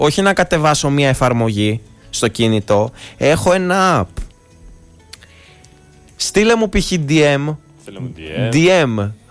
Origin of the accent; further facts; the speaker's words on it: Greece; Είμαστε Έλληνες